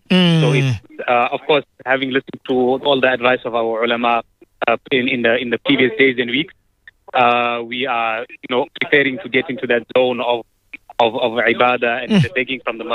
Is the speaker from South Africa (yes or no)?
yes; Durban, KwaZulu-Natal, South Africa; I'm from Durban.